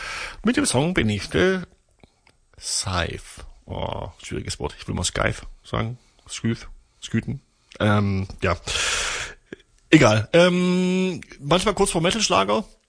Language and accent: German; Torgau, Saxony, Germany; moved away; ich komme aus Torgau, das ist meine Heimatstadt. Meine Mutter wohnt nicht weit weg vom Festivalgelände.